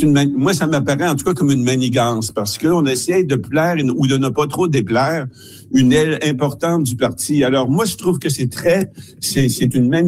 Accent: Quebec, Canada; moved away; je suis né, élevé au Québec

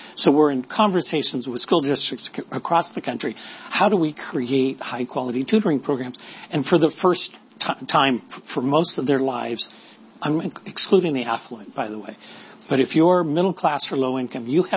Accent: California, United States; We're no longer relying on I'm a Californian. I've personally been on the ground working in Oakland for 20 years

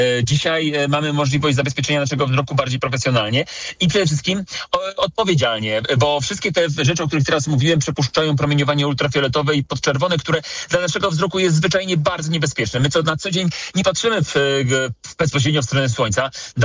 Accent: Warsaw, Masovian Voivodeship, Poland

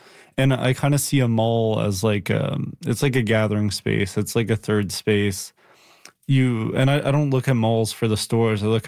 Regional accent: Moncton, New Brunswick, Canada; I grew up in Moncton

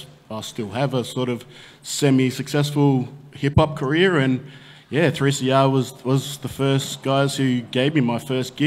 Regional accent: Melbourne, Victoria, Australia; I remember as a young kid growing up in Fitzroy here, and probably about same age, just riding my bike everywhere all around these streets

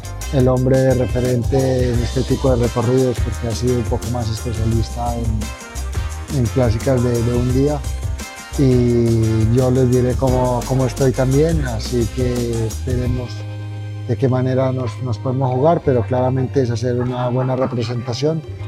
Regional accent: Colombia

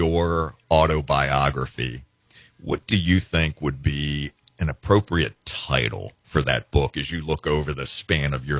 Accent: Virginia, United States; accent: Southern drawl; also born or lived in Ohio; I grew up in Virginia, and I went from Virginia to Ohio for about 12 years. And when I first made my way to Ohio, people commented on my Southern draw, and apparently I lost it over the years

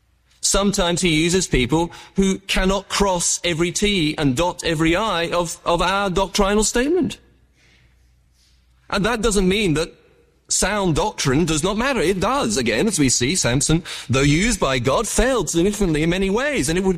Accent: England, United Kingdom; I grew up in the Anglican church, And people there used to say of being in the Anglican church in England

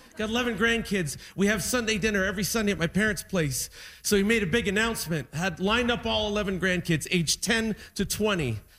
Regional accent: Niagara-on-the-Lake, Ontario, Canada; Thank you, Niagara-on-the-Lake, my hometown.

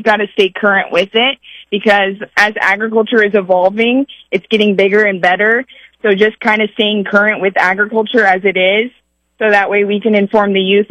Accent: Mound City, Missouri, United States; moved away as an adult; now in Salisbury, United States; I'm from Mound City, Missouri, so I'm from way up north. I grew up on a diversified family farm. We row cropped and we raised Herefords

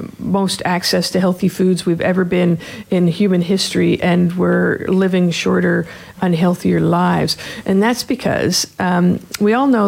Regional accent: Australia; We are Australian. And we eat biscuits.

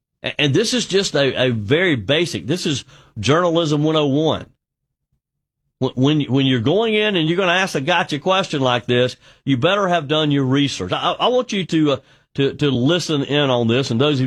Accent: South Carolina, United States; the U.S. Senate race here in my home state of South Carolina

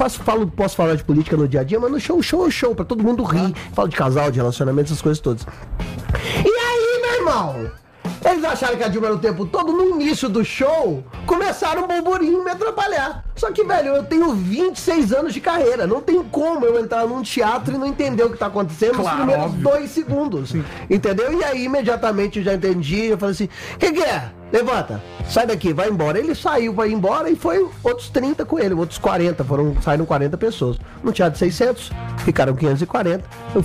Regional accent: Guarani, Minas Gerais, Brazil; E eu doei tudo pra Guarani, minha cidade natal.

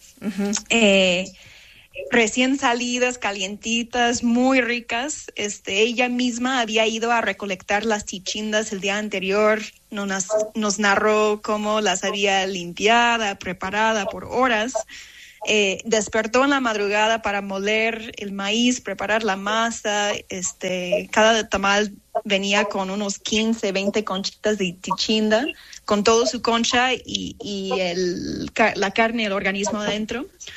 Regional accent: California, United States; now in Oaxaca, Mexico; Yo soy originalmente de California, igual de la costa.

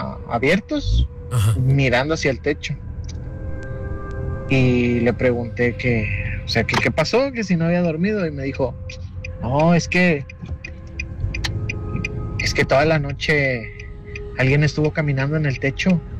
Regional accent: Poza Rica, Veracruz, Mexico; moved away; Yo soy originario de Veracruz.

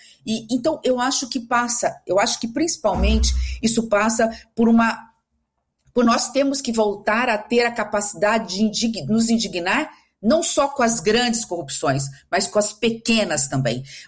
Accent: São Paulo, Brazil; moved away; meus avós, quando vieram do Líbano, vieram para São Paulo, né, fugindo da guerra civil. Eu nasci aqui nas Barrancas, na divisa do estado de São Paulo, passei toda a minha infância adolescente no noroeste paulista.

